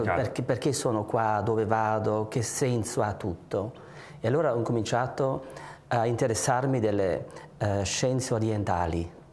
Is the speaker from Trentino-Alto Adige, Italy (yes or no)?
yes; Bolzano, Trentino-Alto Adige, Italy; first language German; Italian is a second language; moved away as an adult; also born or lived in Vienna; Io sono cresciuto, come tutti nei miei tempi, sono cresciuto a Bolzano